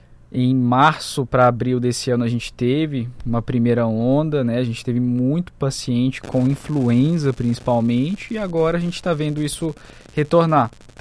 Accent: Italy; now in Roraima, Brazil; Eu sou italiano.

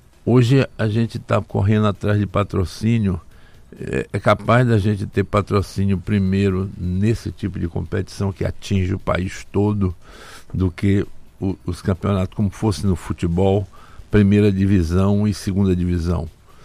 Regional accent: Northeast Region, Brazil; E eu, como sou nordestino também

